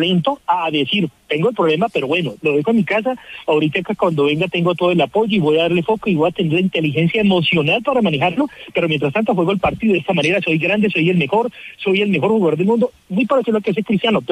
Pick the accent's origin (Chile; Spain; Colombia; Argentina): Colombia; Cali, Valle del Cauca; Mira, y amo mi Cali, también soy de Cali